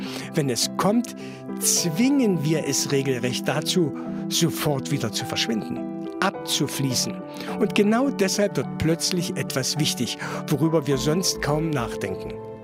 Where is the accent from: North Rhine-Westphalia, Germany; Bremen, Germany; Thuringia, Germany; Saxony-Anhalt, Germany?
Saxony-Anhalt, Germany